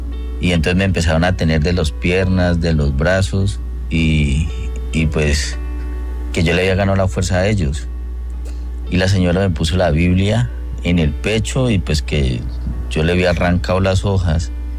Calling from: Pitalito, Huila, Colombia; Yo me encuentro por acá, somos de acá de Pitalito, Huila.

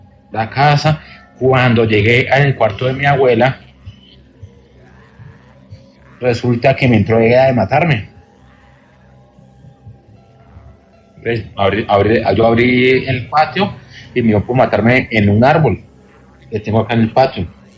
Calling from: Cali, Valle del Cauca, Colombia; soy colombiano, soy de Cali.

